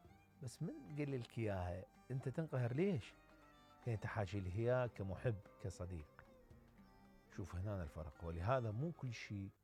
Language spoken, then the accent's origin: Arabic; Iraq; الله يحفظ مجتمعنا وبلدنا من زاخو للفاو